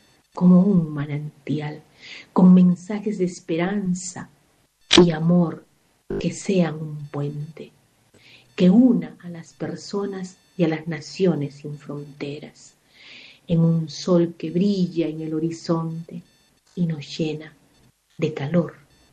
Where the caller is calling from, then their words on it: Arequipa, Peru; de Arequipa, Perú.